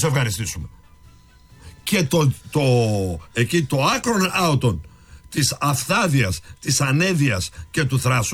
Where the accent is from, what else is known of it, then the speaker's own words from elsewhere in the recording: Thessaloniki, Central Macedonia, Greece; που λένε στο χωριό μου στη Θεσσαλονίκη.